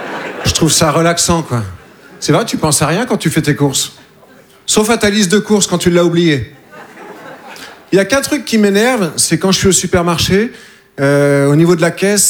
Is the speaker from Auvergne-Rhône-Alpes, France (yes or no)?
no; Nouvelle-Aquitaine, France; Je viens des Deux-Sèvres. Vous connaissez les Deux-Sèvres? Non? C'est entre la Vienne et la Vendée.